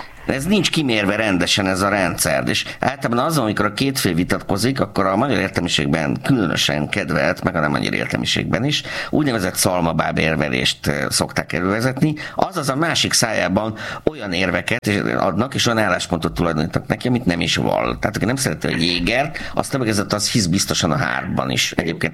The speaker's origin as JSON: {"language": "Hungarian", "region": "Baranya", "country": "Hungary", "tie": "born or raised there", "said": "Én a Mecsekre is nagyon büszke vagyok, fejfélétes. Tessék, ott nőttem föl."}